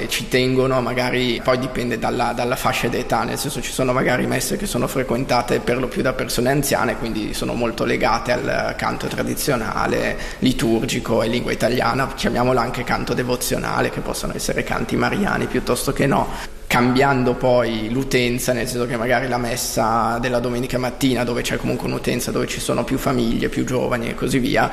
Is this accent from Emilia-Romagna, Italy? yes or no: yes; Piacenza, Emilia-Romagna, Italy; moved away as an adult; also born or lived in Como / Lugano; now in Switzerland; Io sono originario di Piacenza e ho iniziato appunto i miei studi musicali a Piacenza, dopodiché, finita la maturità al liceo, mi sono spostato a Como